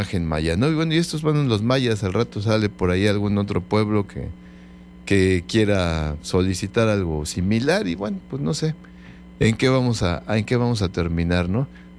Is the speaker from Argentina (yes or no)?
no; Mexico; Ya no somos todos mexicanos